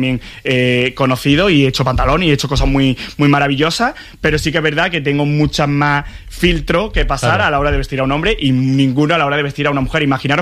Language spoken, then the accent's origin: Spanish; Andalusia, Spain; quiero llevar mi tierra por bandera, Julio Romero de Torres, la Amapol, la de mi Valle de los Pedroches, los patios de Córdoba